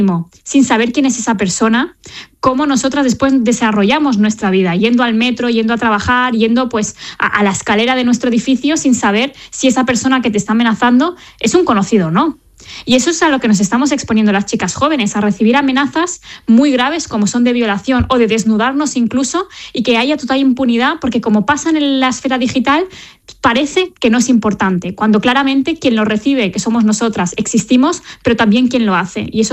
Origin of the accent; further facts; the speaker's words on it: Lleida, Catalonia, Spain; con la Asociación Feminista de Lleida, que es de donde soy